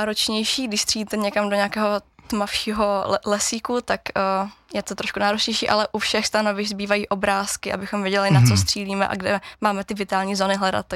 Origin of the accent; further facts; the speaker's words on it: Malenovice, Zlín Region, Czechia; já jsem z Malenovic